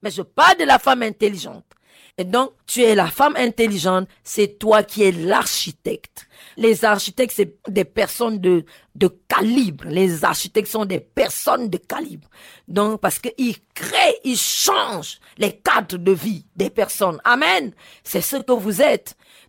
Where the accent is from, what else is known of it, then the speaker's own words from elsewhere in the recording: Gabon; les gens venaient et pensaient que j'ai commandé les choses chez moi au Gabon